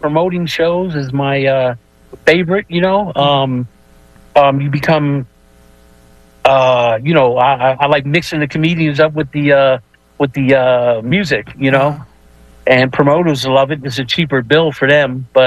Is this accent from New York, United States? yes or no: yes; New York, United States; now in Maryland, United States; I'm from New York originally, Nate. Living out of Maryland now